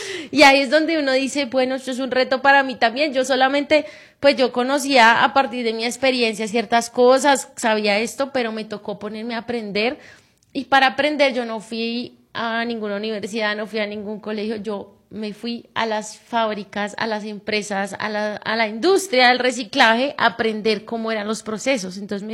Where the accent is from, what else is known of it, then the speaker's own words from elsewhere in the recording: Bogotá, Colombia; De Bogotá, soy de Bogotá, Colombia, un país muy hermoso también.